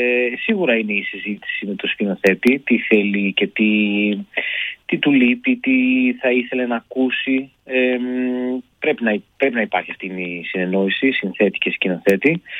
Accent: Kozani, Western Macedonia, Greece; moved away as an adult; also born or lived in Thessaloniki; Ούτως ή άλλως είμαι Κοζανίτης, η καταγωγή μου είναι από την Κοζάνη, ζω εδώ πέρα. Αλλά πραγματικά είμαι και μισός Θεσσαλονικιός, γιατί είμαι 23 χρόνια που ζούσα στην πόλη.

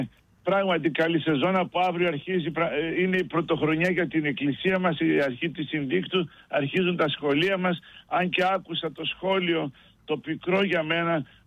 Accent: Greece; είμαι Έλληνας πολίτης, ορθόδοξος χριστιανός και πολίτεκνος.

